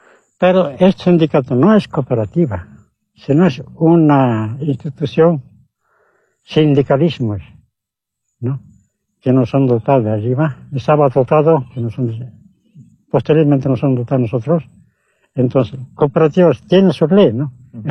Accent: Oruro, Bolivia; moved away as an adult; now in Chapare, Bolivia; Yo soy de Oruro, Oruro no hay más aquí.

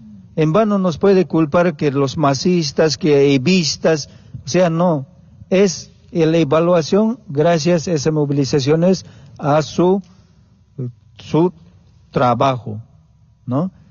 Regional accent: Bolivia; nosotros como pueblo boliviano

